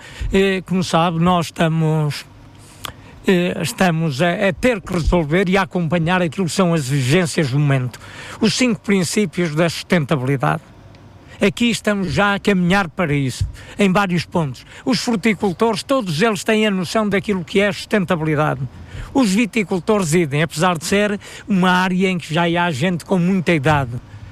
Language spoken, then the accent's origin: Portuguese; Lamego, Viseu, Portugal; now in Ferreirim, Portugal; eu sou natural de Lamego, vivo em Ferreirinho de Serrancelho, mas desloco-me todos os dias para Moimenta.